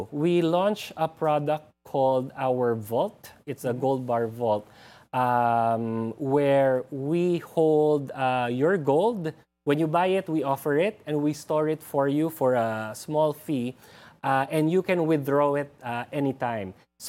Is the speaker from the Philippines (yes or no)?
yes; Philippines; So as a Filipino, you need to do a lot of computation to go to where we are, which is more peso per gram.